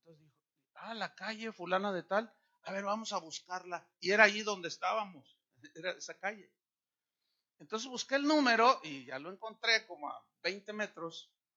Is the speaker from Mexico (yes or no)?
yes; Mexico; Pero ¿saben qué? Yo soy mexicano.